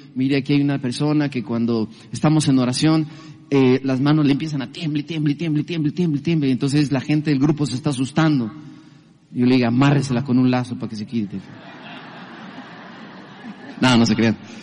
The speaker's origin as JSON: {"language": "Spanish", "country": "Mexico", "lives_now": "Los Angeles, United States", "said": "En el año 90 yo regresé a México después de estar aquí 1 año y medio"}